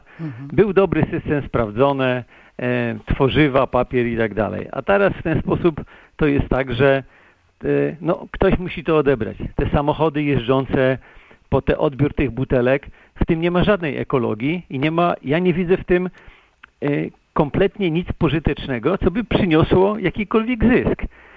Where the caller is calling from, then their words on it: Łódź Voivodeship, Poland; Mieszkam w Januszku Łodzi, czyli w miejscowości koło Łodzi.